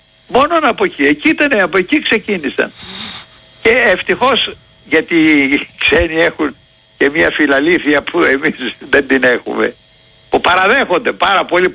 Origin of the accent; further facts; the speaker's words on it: Greece; αλλά είμαστε Έλληνες